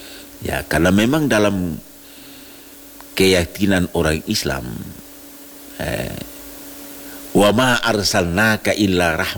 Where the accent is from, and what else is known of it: North Maluku, Indonesia; born or raised there